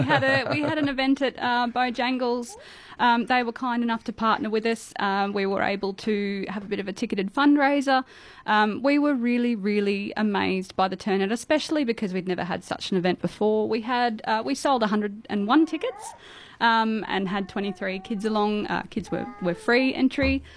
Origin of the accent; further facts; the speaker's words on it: Pine Hill Station, Northern Territory, Australia; I'm from Pine Hill Station. I'm a committee member on the local Alice Springs branch for ICPA and also I'm a state councillor for NT.